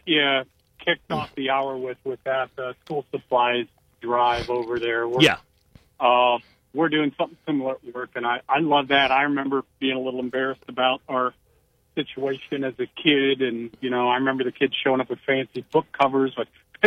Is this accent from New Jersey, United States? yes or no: no; Ravenna, Ohio, United States; born or raised there